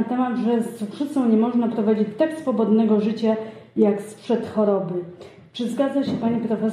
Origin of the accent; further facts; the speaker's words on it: Toruń, Kuyavian-Pomeranian Voivodeship, Poland; u nas w Toruniu